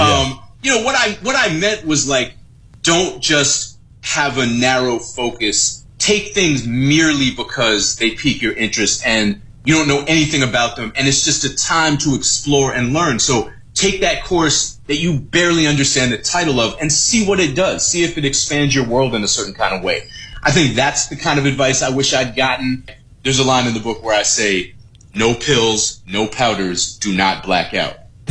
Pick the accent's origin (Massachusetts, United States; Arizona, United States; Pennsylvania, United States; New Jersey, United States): Massachusetts, United States; Boston; I mean, I'm from Boston, so like Cheers was mandatory viewing.